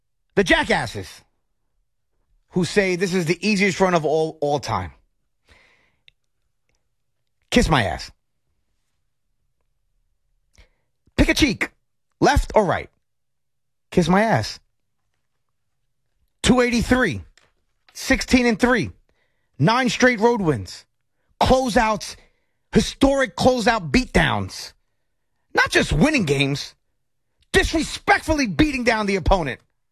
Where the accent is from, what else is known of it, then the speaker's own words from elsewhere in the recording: Puerto Rico; they can kiss my Puerto Rican ass.